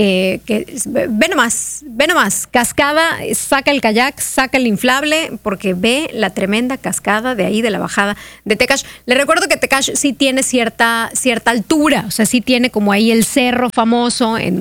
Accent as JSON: {"language": "Spanish", "region": "Yucatán", "country": "Mexico", "said": "si bien los que somos yucatecos nos sentimos muy orgullosos"}